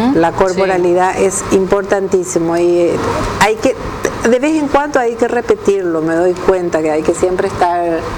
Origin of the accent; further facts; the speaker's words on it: Paraguay; somos las mujeres paraguayas, somos resilientes